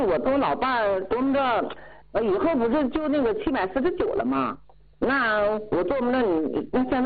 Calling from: Tianjin, China; 我家是天津的。

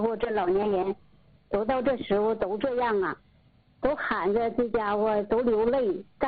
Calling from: Changchun, Jilin, China; 我是吉林长春的。

